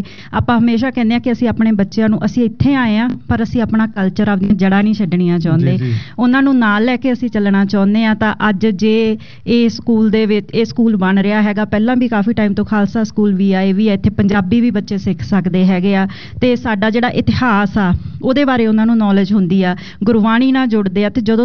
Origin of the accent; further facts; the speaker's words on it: Punjab, India; now in Canada; ਅਤੇ ਸਾਡੇ ਲਈ ਬੜੀ ਮਾਣ ਵਾਲੀ ਗੱਲ ਹੈਗੀ ਆ ਕਿ ਅਸੀਂ ਕੈਨੇਡਾ ਦੇ ਵਿੱਚ ਆਏ ਹਾਂ ਪੰਜਾਬ ਤੋਂ, ਅਤੇ ਅੱਜ ਸਾਡਾ ਇੱਥੇ ਵੀ ਇੱਕ ਮਿੰਨੀ ਪੰਜਾਬ ਜਿਵੇਂ ਆਪਾਂ ਕਹਿੰਦੇ ਹਾਂ ਵਸਾਇਆ।